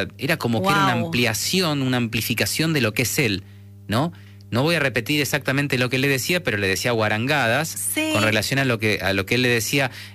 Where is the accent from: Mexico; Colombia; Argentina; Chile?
Argentina; sí afuera se dan cuenta que soy argentino porque tengo algo de acento, ¿no? Pero no es muy marcado.